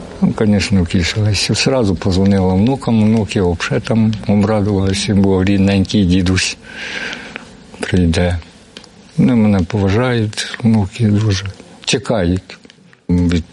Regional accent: Lokitka, Ivano-Frankivsk Oblast, Ukraine; Я сам родом з Прикарпаття, Івано-Франківська область, Тумський район, село Локітка. Хоча мені зараз 58-й пішов, поки що в селі.

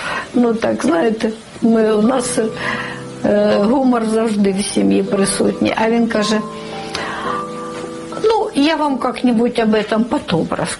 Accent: Bucha, Kyiv Oblast, Ukraine; Ну, я ж місцева

